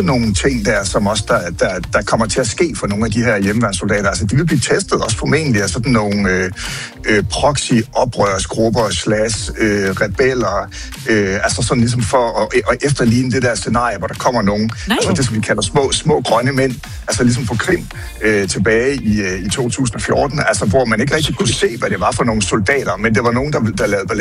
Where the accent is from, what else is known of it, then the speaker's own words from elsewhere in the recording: Grenaa, Central Denmark Region, Denmark; min hjemby, Grenaa